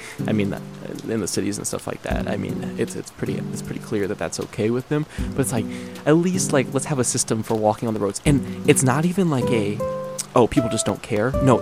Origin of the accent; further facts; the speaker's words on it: United States; I'm from America